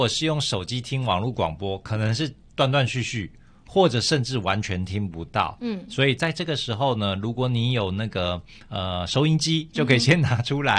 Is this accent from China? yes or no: no; Taiwan; 对于我们台湾人来讲